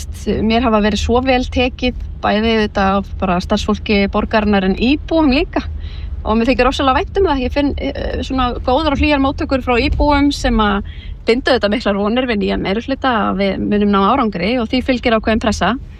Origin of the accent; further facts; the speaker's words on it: Reykjavík, Capital Region, Iceland; þar sem við Reykvíkingar getum fengið að njóta veðurblíðunar þegar hún lætur sjá sig